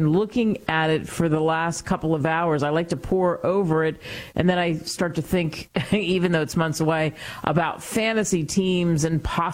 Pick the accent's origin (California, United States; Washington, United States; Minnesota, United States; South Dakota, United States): Washington, United States; Seattle; I'm originally from Seattle, so I really focused on my Super Bowl champs.